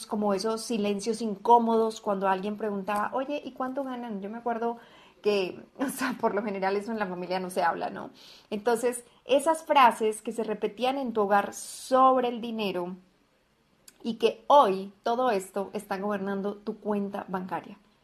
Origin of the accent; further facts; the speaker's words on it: Colombia; now in Guadalajara, Mexico; colombiana viviendo en Guadalajara, México.